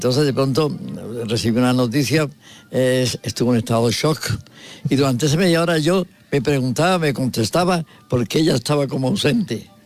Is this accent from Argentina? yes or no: no; Granada, Andalusia, Spain; Sí, yo soy andaluz, sí.